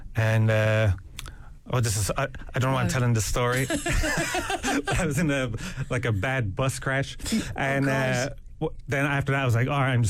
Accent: Tralee, County Kerry, Ireland; I used to think, because I'm from Kerry.

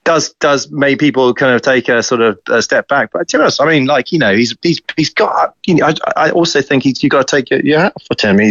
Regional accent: United Kingdom; I'm British, right?

